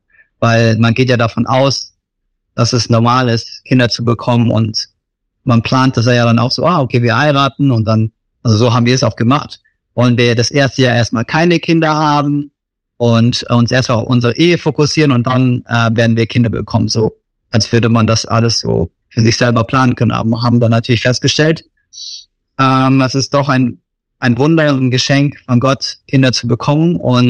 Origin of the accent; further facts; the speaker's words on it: Germany; born there; Also ich bin in Deutschland geboren.